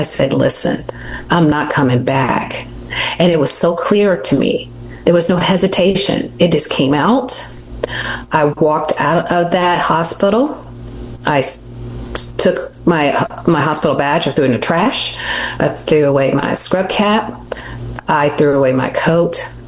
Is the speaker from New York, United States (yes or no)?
no; South Carolina, United States; I grew up in South Carolina in a house full of boys.